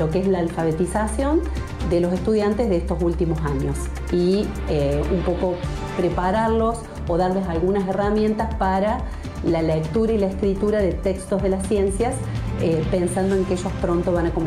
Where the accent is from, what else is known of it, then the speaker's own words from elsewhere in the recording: Carnerillo, Córdoba, Argentina; yo soy de ahí, de Carnerillo